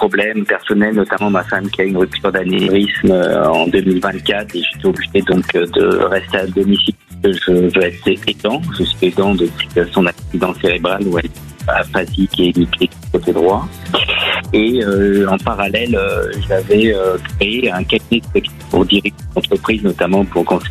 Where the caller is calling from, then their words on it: Nouvelle-Aquitaine, France; Du bassin d'Arcachon, aussi.